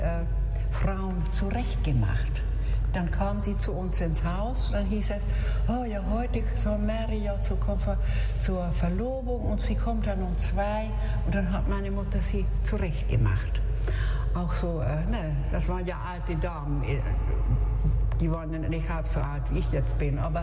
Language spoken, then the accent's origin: German; Süderende, Schleswig-Holstein, Germany; Ich bin im Jahre 1939 in Süderende geboren und habe da auch, bis ich dann 15 war, habe ich da gewohnt, gelebt auf dem Bauernhof.